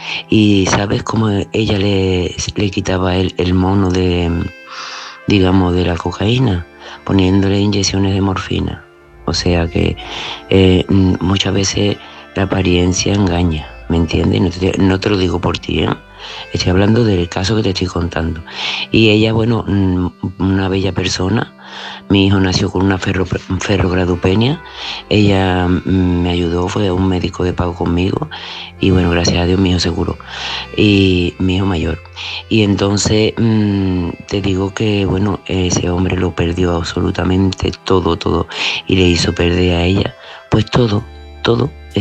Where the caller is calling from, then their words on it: Seville, Andalusia, Spain; Buenas noches, Patricia … de Sevilla.